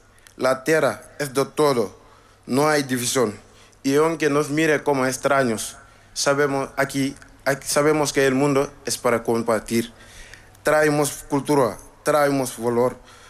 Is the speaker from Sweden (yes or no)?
no; Senegal; Spanish is a second language; now in Tenerife, Spain; tengo 20 años y soy de Senegal.